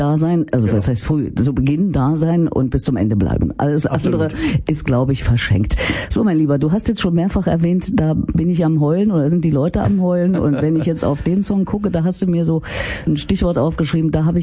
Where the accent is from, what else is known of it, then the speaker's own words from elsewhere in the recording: Erfurt, Thuringia, Germany; moved away; Ich komme ja aus Erfurt.